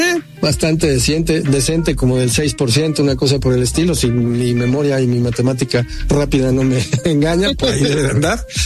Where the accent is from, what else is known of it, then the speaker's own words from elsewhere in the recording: Mexico; es igual en cuanto al comportamiento de que tenemos como mexicanos hacia el dinero